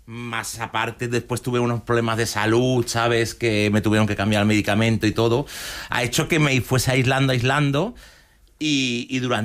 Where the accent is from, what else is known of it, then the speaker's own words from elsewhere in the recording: Balearic Islands, Spain; now in Mairena del Aljarafe, Spain; irnos a Sevilla para que tuviese una vida como más tranquila en Mairena del Aljarafe, que se parecía más a mi adolescencia que tuve en Menorca.